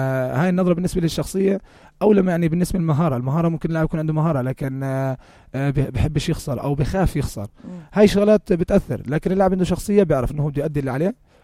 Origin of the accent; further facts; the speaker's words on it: Jordan; احنا كشعب اردني